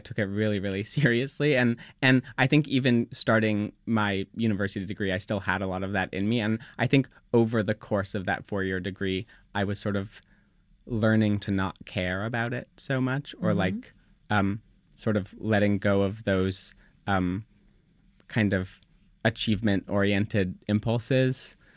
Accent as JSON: {"language": "English", "town": "Winnipeg", "region": "Manitoba", "country": "Canada", "also_born_or_lived": "Montreal", "moved": "as an adult", "said": "I'm from Winnipeg in Canada"}